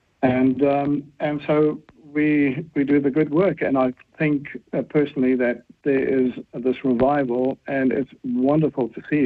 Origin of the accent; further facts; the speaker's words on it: South Africa; moved away as an adult; now in Timaru, New Zealand; And, I'm also from South Africa originally.